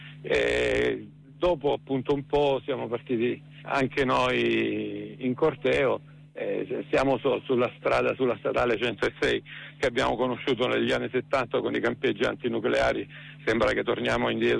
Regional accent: Brindisi, Apulia, Italy; noi che veniamo dalla Puglia, io vengo da Brindisi, da oltre 40 anni che conosciamo il fenomeno del caporalato

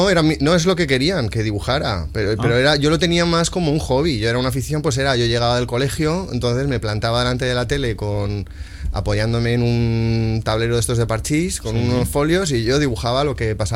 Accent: Quart de Poblet, Valencian Community, Spain; Del vientre de mi madre, año 1978, Quart de Poblet, Valencia, un pueblecito justo al lado de la ciudad, de la gran city levantina.

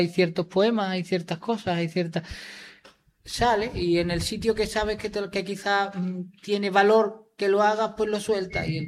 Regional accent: Galicia, Spain; que no es más que yo soy gallego porque me considero mucha honra

